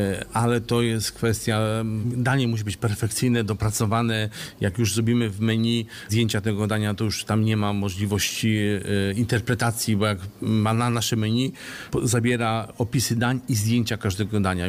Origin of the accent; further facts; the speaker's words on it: Lower Silesian Voivodeship, Poland; born there; ja jestem urodzony na Dolnym Śląsku, mieszkam, pracuję